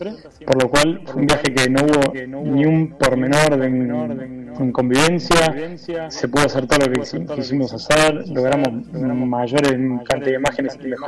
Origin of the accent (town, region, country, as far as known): Buenos Aires, Argentina